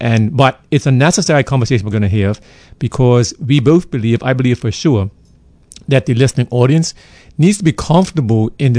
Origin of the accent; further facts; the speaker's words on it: Bermuda; I was born in Bermuda, but more importantly, I was formed by her people, by your resilience, your warmth, your quiet strength